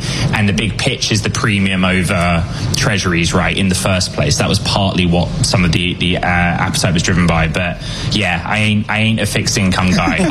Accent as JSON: {"language": "English", "region": "Wales", "country": "United Kingdom", "accent": "British schoolboy", "said": "my British schoolboy accent and Welsh charm"}